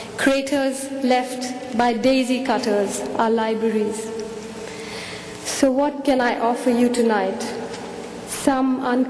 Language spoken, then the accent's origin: English; India; officially entered in the big book of nations as an Indian citizen